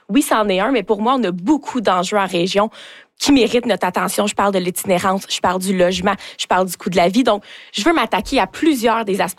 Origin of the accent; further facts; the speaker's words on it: Rouyn-Noranda, Quebec, Canada; je suis née ici, j'ai grandi à Rouyn-Noranda, puis je suis de retour en région. J'ai quitté, là, après mes études secondaires pour Québec